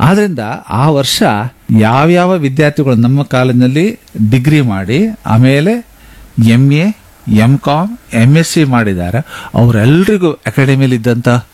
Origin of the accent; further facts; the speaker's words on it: Kundapura, Karnataka, India; ನಮ್ಮ ಊರಿನವರೆಲ್ಲ ನಾವು ಕುಂದಾಪುರದವರು, ಬೈಂದೂರಿನವರು, ಬ್ರಹ್ಮಾವರದವರು.